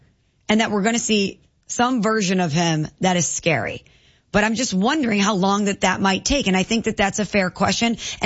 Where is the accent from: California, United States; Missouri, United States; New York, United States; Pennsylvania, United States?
Missouri, United States; St. Louis; I can't stand the Rams because I'm from St. Louis.